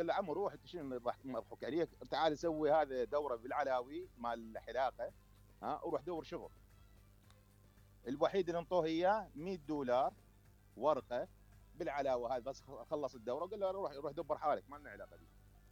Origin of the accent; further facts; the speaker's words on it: Iraq; اذا هذا كله توفر موجود عندنا بالعراق